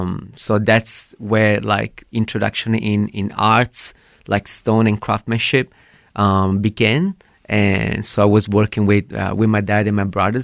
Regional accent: Verona, Veneto, Italy; also born or lived in South Italy; Yeah, so I was born in South Italy in 1988. In a beautiful Christian household.

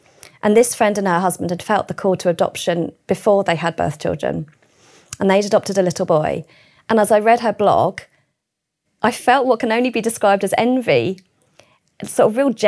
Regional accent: Keynsham, South West England, United Kingdom; also born or lived in Berkshire; now in York, United Kingdom; I was born in the UK. I was born near Keynsham. Well, I grew up in Keynsham for the first few years of my life. And then we moved to Berkshire.

